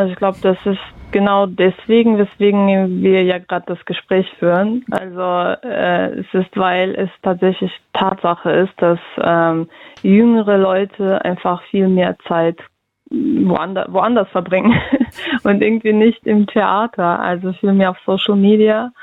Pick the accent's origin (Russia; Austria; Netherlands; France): Russia; now in Germany